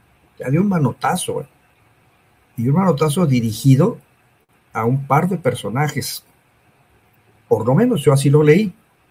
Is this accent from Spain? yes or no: no; Mexico; como mexicanos, pues nos pega